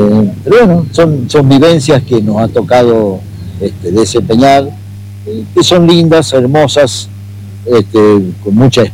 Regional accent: Famatina, La Rioja, Argentina; yo originalmente soy de Famatina.

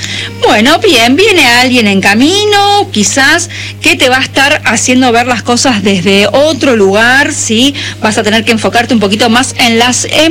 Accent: San Luis, Argentina; de San Luis Capital

